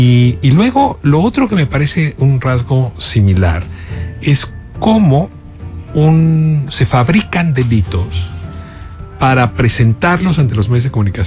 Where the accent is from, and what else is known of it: Mexico